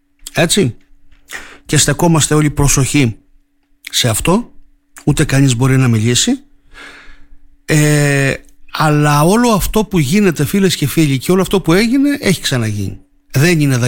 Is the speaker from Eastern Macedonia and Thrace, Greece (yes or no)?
no; Agioi Deka, Crete, Greece; Στο χωριό μου Αγίοι 10 σπάνια χιονίζει, ποτέ δεν χιονίζει.